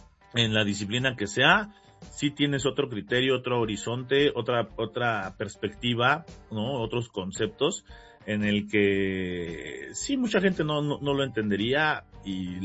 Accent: Mexico

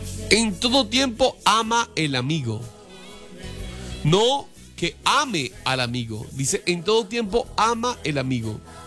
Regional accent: Valle del Cauca, Colombia; Me interpretaron mal porque yo soy del Valle y en el Valle hablamos así, y en el Tolima hablan diferente

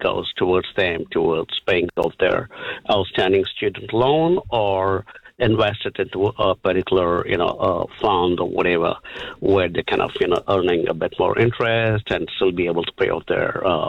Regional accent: India; also born or lived in United States / United Kingdom; now in New Zealand; Would you believe I'm actually Indian?

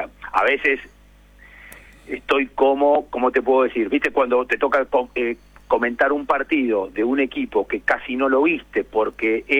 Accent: Argentina; lo que nos tiene que dejar tranquilos como argentinos es que hay una linda generación

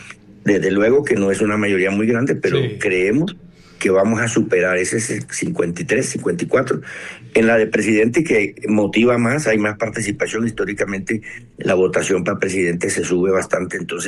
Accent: Colombia; nosotros los colombianos estamos defendiendo nuestra democracia.

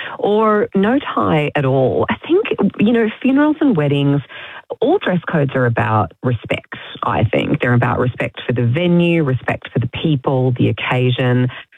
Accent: Sydney, New South Wales, Australia; because you know I'm from Sydney

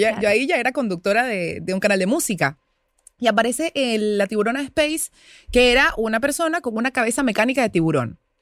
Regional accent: Venezuela; now in Argentina

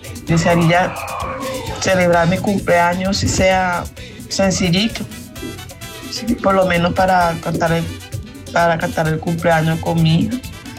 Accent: Venezuela; moved away; Hoy me encuentro aquí porque yo soy venezolana y la verdad que no tengo toda mi familia en Venezuela.

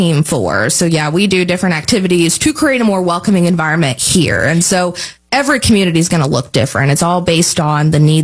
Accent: Indiana, United States

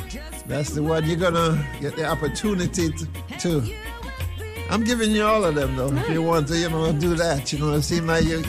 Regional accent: Jamaica; now in Alaska, United States; I'm a Jamaican.

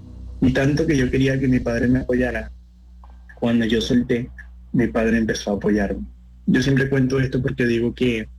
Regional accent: Venezuela; also born or lived in Argentina; now in Spain; soy venezolano, me fui a Argentina, estando en Argentina me fui a España, bien, junto con mi familia.

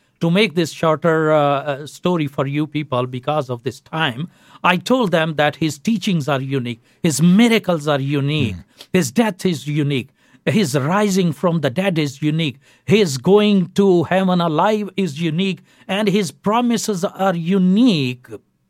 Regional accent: Pakistan; I came from Pakistan

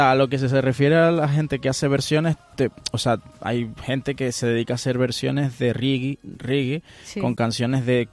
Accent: Tenerife, Canary Islands, Spain; born there; also born or lived in Venezuela

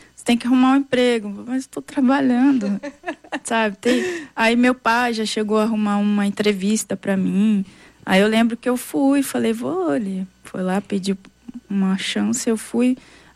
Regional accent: Minas Gerais, Brazil; sou mineira, cabreira

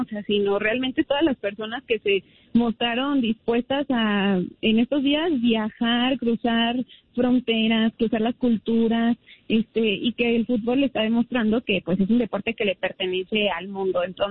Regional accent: Mexico; como buena mexicana, no me aguanté.

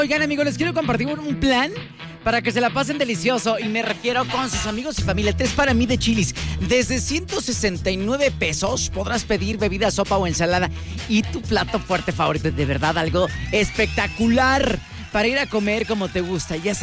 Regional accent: Mexico; como buenos mexicanos también estamos buscando el mejor pretexto para pasarla lindo

